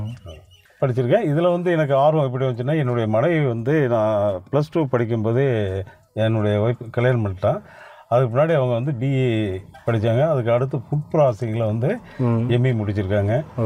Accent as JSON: {"language": "Tamil", "town": "Karungalpatti", "region": "Tamil Nadu", "country": "India", "tie": "born or raised there", "said": "மாவட்டம் அரவக்குறிச்சி டாலகில் வந்து ஈசனத்த கிராமத்தில் வந்து கருங்கல்பட்டிங்கிற ஊரில் கிராமத்தில் வந்து பிறந்தேன். என்னுடைய கல்வி படிப்பு எல்லாமே வந்து ஆண்டிப்பட்டி கோட்டைங்கிற இடத்துல"}